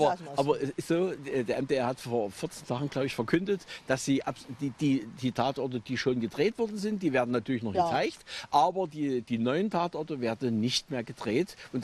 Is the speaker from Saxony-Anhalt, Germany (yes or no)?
yes; Merseburg, Saxony-Anhalt, Germany; ich bin ja hier in Merseburg zur Schule gegangen, in der Döcherschule.